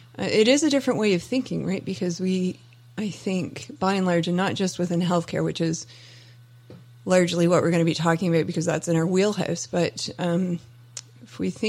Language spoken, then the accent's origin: English; Fredericton, New Brunswick, Canada; my hometown of Fredericton